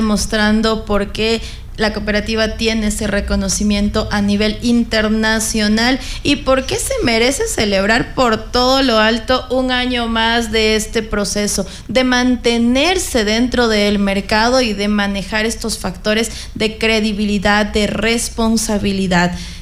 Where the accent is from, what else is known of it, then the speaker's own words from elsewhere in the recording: Riobamba, Chimborazo, Ecuador; los riobambeños